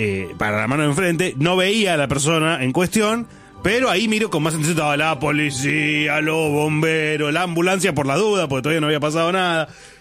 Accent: La Matanza, Buenos Aires Province, Argentina; now in Buenos Aires, Argentina; yo me fui de La Matanza, la meca del delito, me vine a vivir acá, Recoleta, Barrio Norte, y resulta que son todos chorros, viejo.

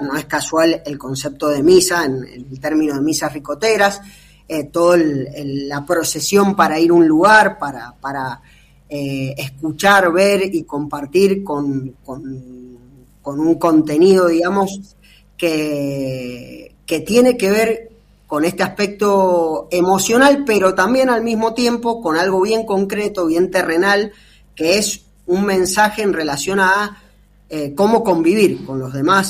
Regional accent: Argentina; now in Mendoza, Argentina

